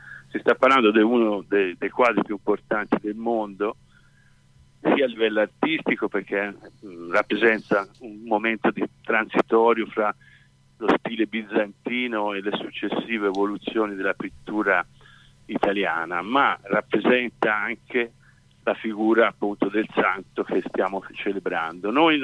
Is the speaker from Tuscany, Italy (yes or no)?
yes; Pescia, Tuscany, Italy; io e la mia signora, che siamo i presidenti, siamo di Pescia